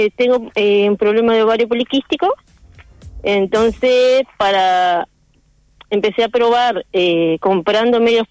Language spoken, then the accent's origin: Spanish; San Javier, Río Negro, Argentina; De San Javier, Río Negro.